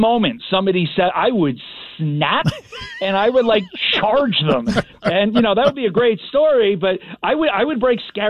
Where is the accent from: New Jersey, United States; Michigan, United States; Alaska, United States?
New Jersey, United States; I'm from Jersey.